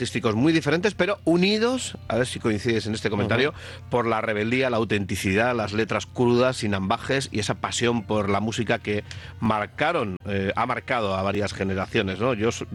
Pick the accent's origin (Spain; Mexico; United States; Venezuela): Spain; Lezama, Basque Country; llevaba 25 años viviendo en Vizcaya, en mi pueblo, en Lezama, en la zona de Munguía